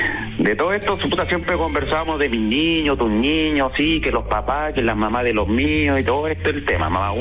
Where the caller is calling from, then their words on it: Coquimbo, Chile; Ella vive a una hora de donde vivo yo. Yo vivo en Coquimbo.